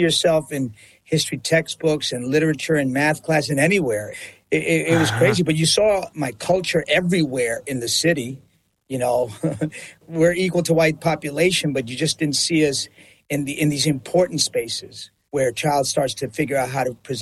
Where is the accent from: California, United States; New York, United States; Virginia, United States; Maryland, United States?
New York, United States; growing up in New York in the 70s.